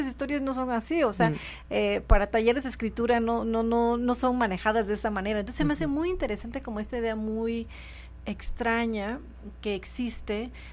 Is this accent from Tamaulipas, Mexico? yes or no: no; Oaxaca, Mexico; born there; also born or lived in Santa Catarina Juquila